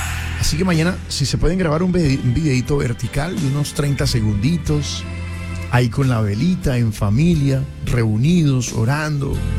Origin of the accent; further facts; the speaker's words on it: Colombia; todos queremos, como colombiano y en cualquier parte donde estés.